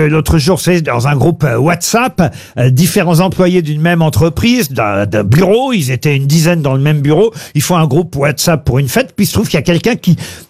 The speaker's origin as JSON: {"language": "French", "country": "France", "said": "on a l'habitude de faire ça, et chez nous en France, les psychanalystes, d'ailleurs, déconseillent fortement..."}